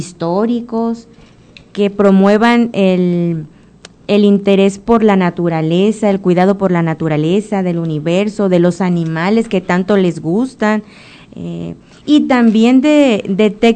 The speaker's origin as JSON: {"language": "Spanish", "region": "Nayarit", "country": "Mexico", "said": "nuestra identidad como mexicanos y como nayaritas, por supuesto."}